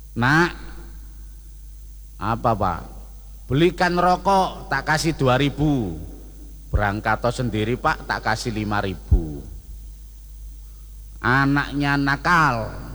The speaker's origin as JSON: {"language": "Indonesian", "town": "Sidoarjo", "region": "East Java", "country": "Indonesia", "accent": "East Javanese (Jawa Timuran)", "said": "Yang paling parah tempat saya Sidoarjo Surabaya"}